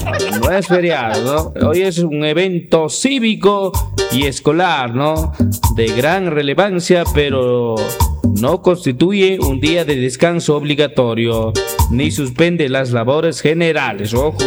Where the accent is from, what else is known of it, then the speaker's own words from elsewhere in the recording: Ecuador; ese orgullo de decir que somos ecuatorianos